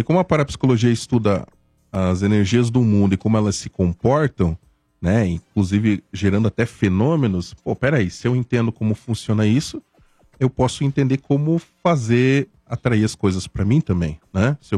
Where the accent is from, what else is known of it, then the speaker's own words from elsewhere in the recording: Santa Catarina, Brazil; era mais conhecido regionalmente, eu sou de Santa Catarina, né?